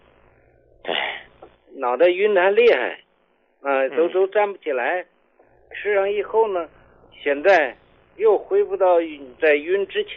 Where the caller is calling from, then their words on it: Beijing, China; 我是北京的。